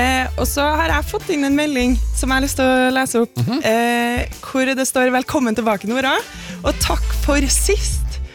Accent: Nittedal, Akershus, Norway; jeg vokste opp på Slattum i Nittedal.

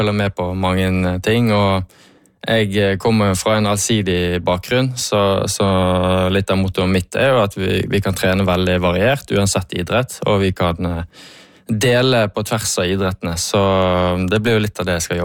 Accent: Fana, Vestland, Norway; Det er veldig viktig. Det er der jeg kommer fra. Det er der jeg startet min vei på idrettsbanen.

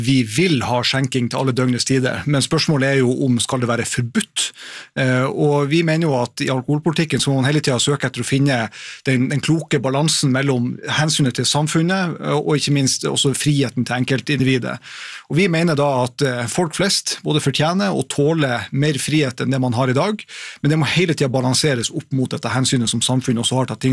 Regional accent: Harstad, Troms, Norway; sånn som det er i min hjemby Harstad, der er det en bensinstasjon

